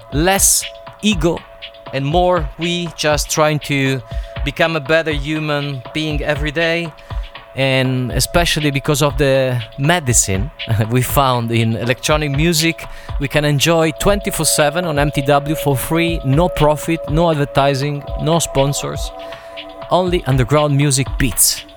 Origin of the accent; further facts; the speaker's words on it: Italy; now in Dubai, United Arab Emirates; I'm a Spaghettini. I'm an Italian guy but living in Dubai.